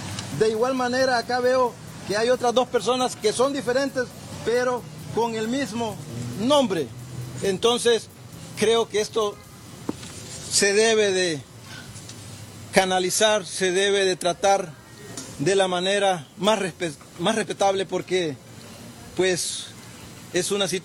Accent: Tocoa, Colón, Honduras; soy un ciudadano de Tocoa, Colón.

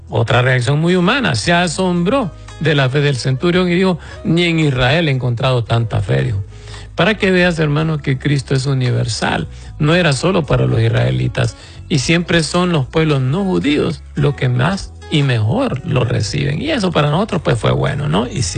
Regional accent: Honduras; nosotros le decimos pulpería a las pequeñas tiendas de los barrios, hermanos, aquí en Honduras les decimos pulpería

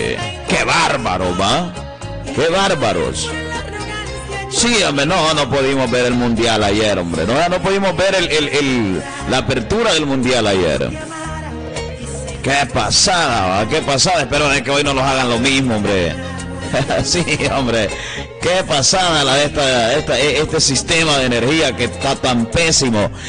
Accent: Salamá, Olancho, Honduras; Como les he dicho, yo vengo de Salamá, en Olancho.

